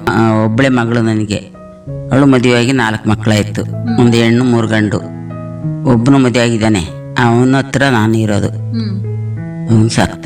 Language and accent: Kannada; Nagarahole, Karnataka, India; ನಮ್ದು ಊರು ನಾಗರಹೊಳೆ ಗೋಣಿಗದ್ದೆ, ನಮ್ಮ ಊರು ಅರೆಸ್ಟ್ ಒಳಗಡೆ.